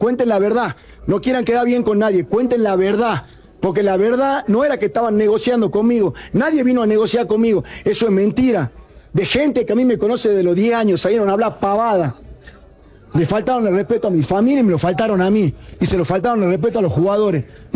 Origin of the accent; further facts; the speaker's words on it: Salta, Argentina; Entonces sí, porque soy de Salta